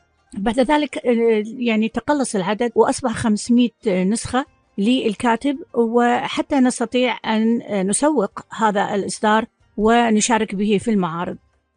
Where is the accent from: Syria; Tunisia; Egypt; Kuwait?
Kuwait; عندنا في الكويت وفي دول الخليج